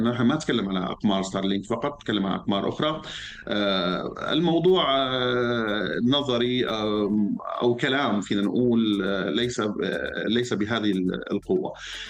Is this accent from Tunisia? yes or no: no; Syria; أو أنا كمواطن سوري فيني أعتبر